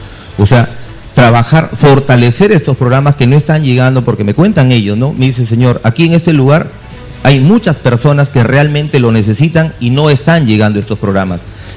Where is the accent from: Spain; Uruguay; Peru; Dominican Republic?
Peru; Compín, La Libertad